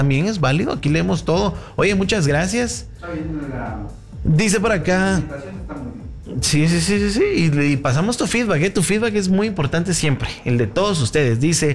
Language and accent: Spanish; Guatemala; Así somos los guatemaltecos, hombre. Nos gusta la masa con masa, ¿no? El maíz con maíz.